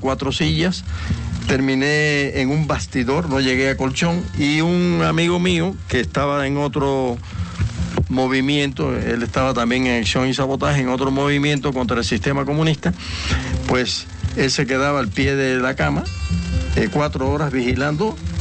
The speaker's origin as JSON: {"language": "Spanish", "town": "Cruces", "region": "Cienfuegos", "country": "Cuba", "also_born_or_lived": "United States", "moved": "as an adult", "lives_now": "Puebla, Mexico", "said": "yo soy de un pueblo pequeño que está entre Cienfuegos y Santa Clara, que se llama Cruces."}